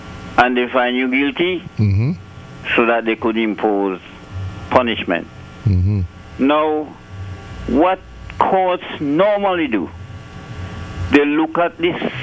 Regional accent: St. Vincent & Grenadines; And if you read in the eyewitness news in my hometown, St. Vincent and the Grenadines

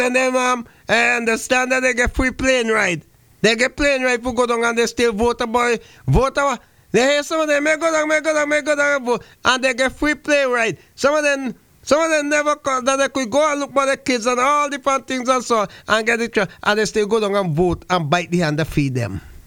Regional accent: St. Vincent & Grenadines; St. Vincent, I don't afraid to say that is my hometown

